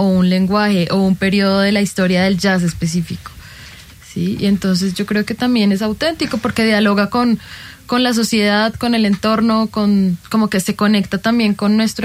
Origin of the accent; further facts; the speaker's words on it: Bogotá, Colombia; obedezco más a lo que he escuchado acá como bogotana